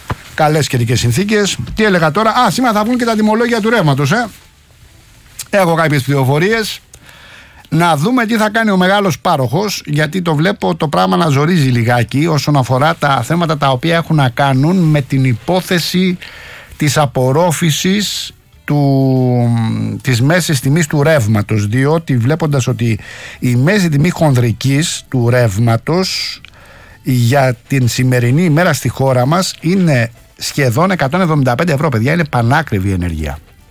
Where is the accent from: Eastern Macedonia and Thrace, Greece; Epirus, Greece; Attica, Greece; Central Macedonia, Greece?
Attica, Greece; Rafina; Και στην πατρίδα μου, στη Ραφίνα.